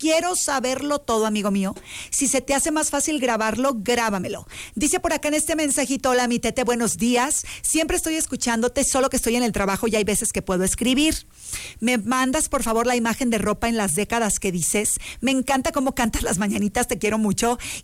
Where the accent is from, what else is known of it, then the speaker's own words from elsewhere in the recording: Mexico; Si fuese al revés como mexicanos